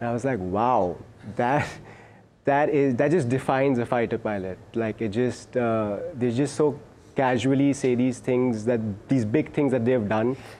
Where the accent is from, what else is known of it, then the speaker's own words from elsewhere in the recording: India; I was born in June 1999.